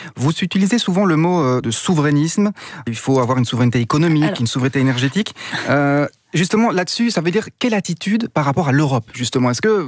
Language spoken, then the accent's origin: French; Belgium; Ce sont des candidats qui globalement ont des équivalents chez nous en Belgique.